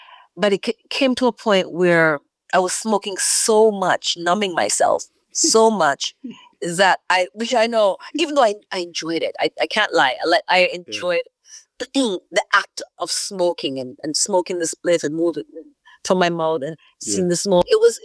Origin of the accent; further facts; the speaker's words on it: Jamaica; moved away as an adult; now in Toronto, Canada; I was growing up in Jamaica